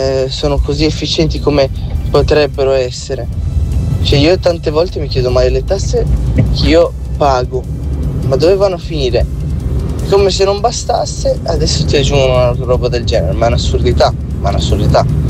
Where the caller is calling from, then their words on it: Milan, Lombardy, Italy; da Milano